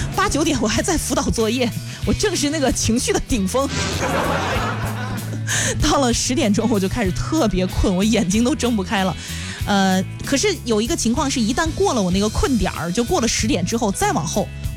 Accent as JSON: {"language": "Chinese", "town": "Xinxiang", "region": "Henan", "country": "China", "tie": "born or raised there", "lives_now": "Zhengzhou, China", "said": "因为我老家是新乡的，我们还是跟郑州这边的饮食比较接近，早上一般是胡辣汤啊、豆腐脑啊这些多一点啊。"}